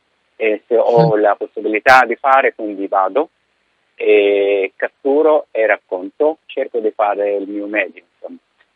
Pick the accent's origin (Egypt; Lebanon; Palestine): Egypt; Italian is a second language; moved away as an adult; now in Rome, Italy; sono egiziano di origine, quindi sono nato, cresciuto, studiato in Egitto, poi sono venuto in Italia nel 2001